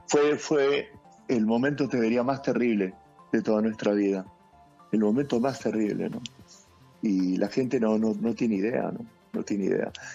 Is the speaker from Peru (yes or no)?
yes; Peru